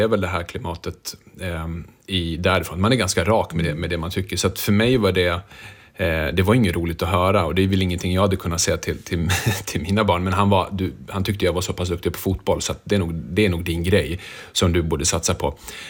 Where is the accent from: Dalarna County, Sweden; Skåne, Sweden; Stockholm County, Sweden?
Dalarna County, Sweden; Rättvik; also born or lived in Örnsköldsvik; Vi landade in i Rättvik i och med att det var dit vi blev placerade. Mm. Ett litet samhälle.